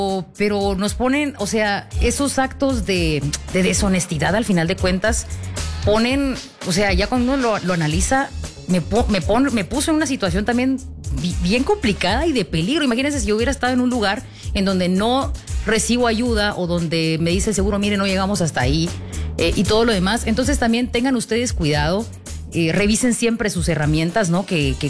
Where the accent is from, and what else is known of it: Guatemala